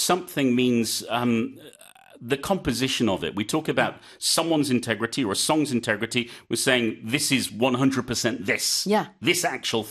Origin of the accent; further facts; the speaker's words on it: United Kingdom; Well, I am British, and we're famous for our self-deprecating